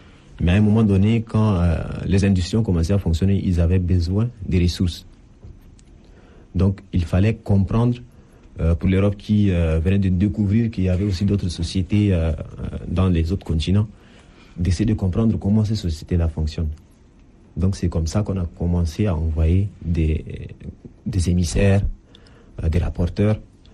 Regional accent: N'Djamena, Chad; born there

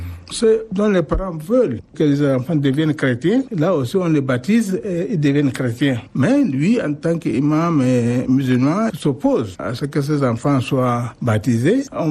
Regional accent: Baro, Guéra, Chad; also born or lived in Oumran; le 1er janvier 1949 à Oumran, dans le département de Mangalmé, dans un village qui s'appelle Oumran. Mais j'ai grandi à Baro, dans le canton de Ngor. Donc c'est là où j'ai grandi et j'ai fréquenté l'école.

